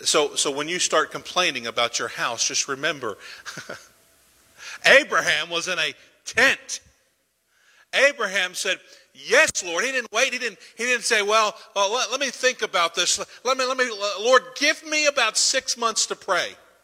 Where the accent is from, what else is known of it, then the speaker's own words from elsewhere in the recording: United States; I'm an American. I live in America.